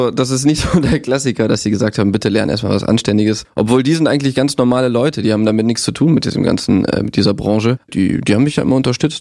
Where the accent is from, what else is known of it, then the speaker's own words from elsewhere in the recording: Mönchengladbach, North Rhine-Westphalia, Germany; now in Berlin, Germany; Jetzt bin ich Berliner, genau, seit 1,5 Jahren.